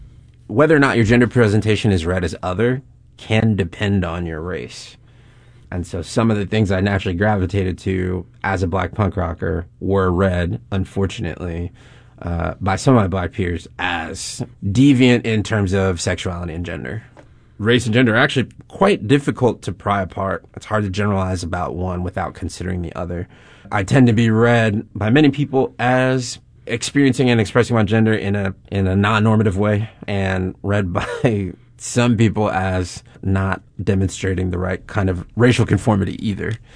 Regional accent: St. Louis, Missouri, United States; I'm from St. Louis's north side. The neighborhood that I grew up in from like 0 to 9 was almost entirely black.

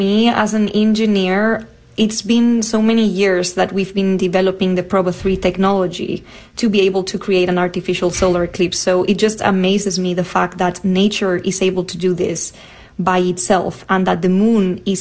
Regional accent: Spain; for that one because I am from Spain.

